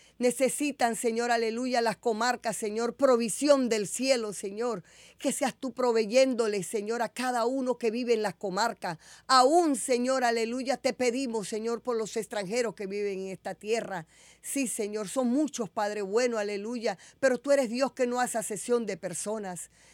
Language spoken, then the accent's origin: Spanish; Panama